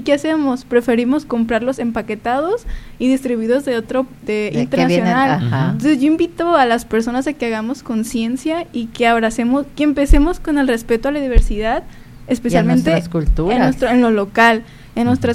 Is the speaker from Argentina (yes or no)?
no; Mexico; cuando pues México es un país lleno de lenguas y nosotros somos eso, somos de México, entonces tenemos que respetar lo que somos.